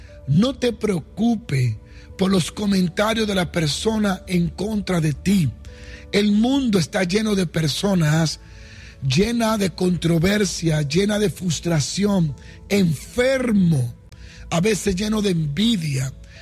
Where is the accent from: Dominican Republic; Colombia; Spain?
Dominican Republic; moved away; porque vengo de República Dominicana